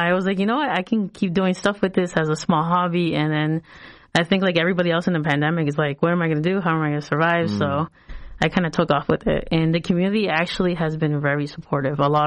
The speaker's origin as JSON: {"language": "English", "town": "Boston", "region": "Massachusetts", "country": "United States", "tie": "born or raised there", "said": "inspiration came from growing up in East Boston and being one of the first Latin families within the mm-hmm. Italian community."}